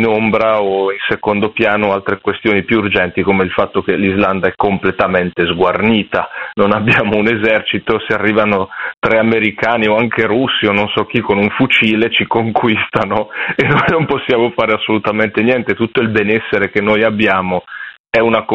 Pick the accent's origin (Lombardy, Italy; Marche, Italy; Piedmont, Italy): Lombardy, Italy; Sì, sono dal nord Italia, sono lombardo.